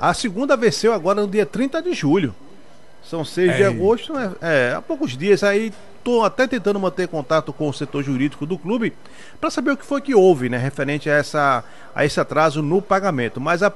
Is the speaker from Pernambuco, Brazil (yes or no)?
yes; Candeias, Pernambuco, Brazil; sou lá de Candeias, Candeias, Piedade, bem pertinho ali.